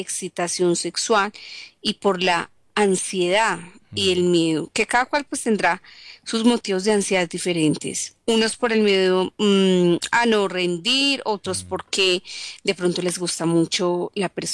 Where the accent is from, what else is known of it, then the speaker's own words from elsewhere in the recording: Jericó, Antioquia, Colombia; born there; also born or lived in Medellín; yo nací en Medellín y viví hasta los 11 años en Jericó. Desde chiquita.